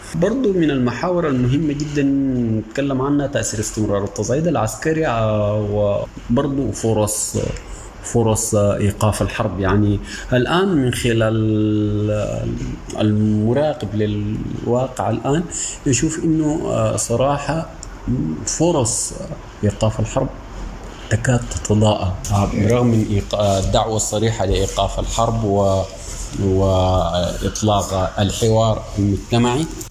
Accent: Sudan; احنا كدوله سودانيه

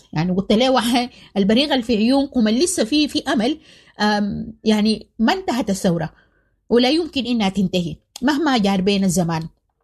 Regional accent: Sudan; moved away; وكنت أنا يعني سودانية

